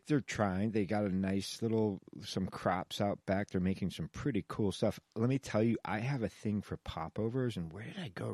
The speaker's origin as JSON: {"language": "English", "region": "Pennsylvania", "country": "United States", "tie": "born there", "moved": "yes", "said": "I was born in Pennsylvania"}